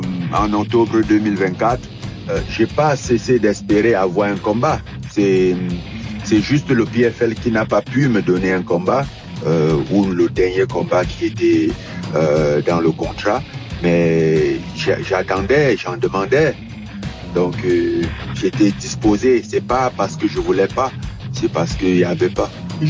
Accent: Cameroon; born there; moved away; L'Afrique, c'est ma terre natale, c'est là où je viens.

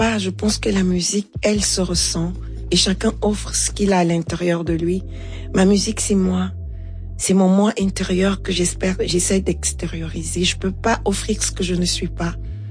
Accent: Cameroon; Chez les Béti, chez nous, au Cameroun, on va dire le nkoul.

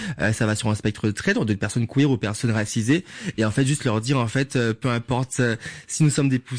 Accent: Martinique; parce que je sais que moi, en grandissant, j'ai grandi en Martinique.

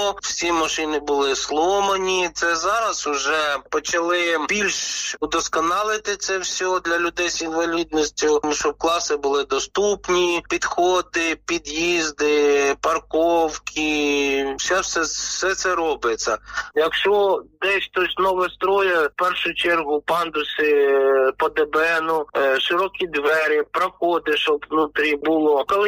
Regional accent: Pervomaisk, Mykolaiv Oblast, Ukraine; Тоді було дуже складно це зробити, бо я сам з Первомайська їздив в Миколаїв.

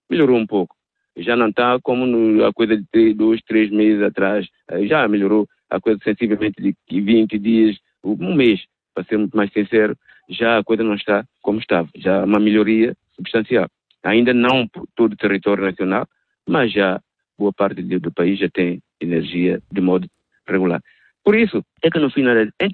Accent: São Tomé & Príncipe; continuamos a ser santomenses na mesma

